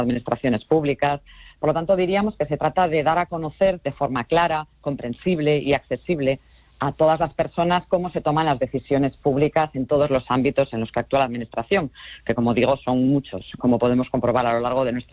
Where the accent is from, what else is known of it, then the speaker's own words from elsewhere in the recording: Galicia, Spain; que afortunadamente se celebra en Galicia y que yo, como gallega, aunque ahora esté al frente de una responsabilidad estatal